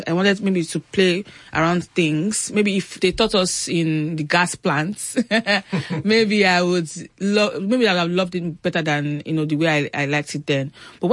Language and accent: English; Ibadan, Oyo, Nigeria; also born or lived in Lagos / Enugu; So I was born in Lagos, but my parents, they moved first from Lagos to Enugu. So my first school was in Enugu before we then moved to Ibadan.